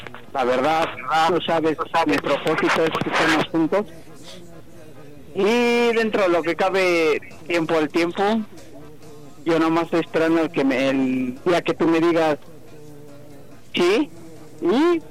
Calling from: Mexico City, Mexico; Aquí de la delegación Cuajimalpa.

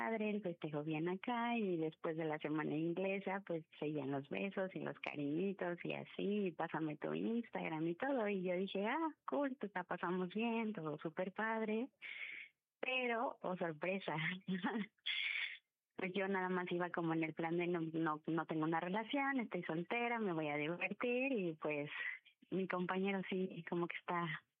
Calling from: Mexico City, Mexico; de la Ciudad de México y tengo 36 años.

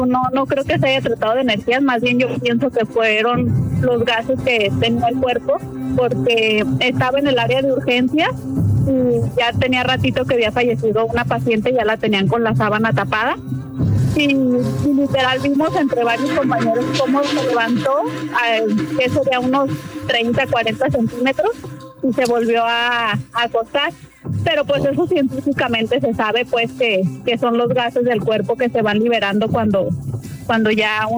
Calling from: Guadalajara, Jalisco, Mexico; Soy de Guadalajara, les acabo de hablar.

